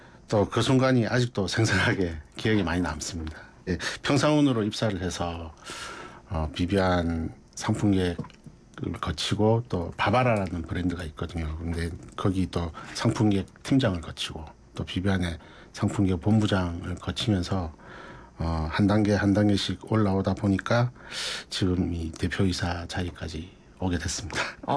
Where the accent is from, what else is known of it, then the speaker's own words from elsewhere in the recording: Busan, South Korea; accent: regional dialect; moved away as an adult; also born or lived in Seoul; 저는 이제 고향이 부산이라 대학은 서울에서 나왔지만 지방 사투리도 많이 쓰고